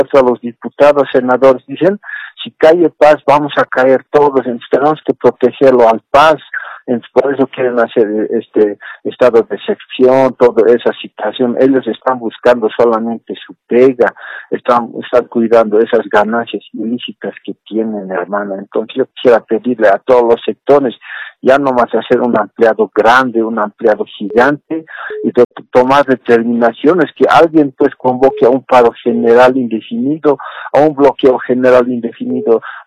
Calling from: La Paz, Bolivia; Aquí le hablo de la ciudad de La Paz.

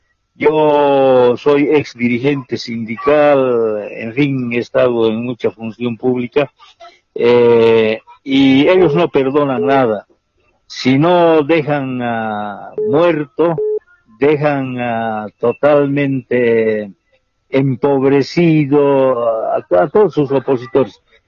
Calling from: La Paz, Bolivia; aquí en la zona sur, donde vivo

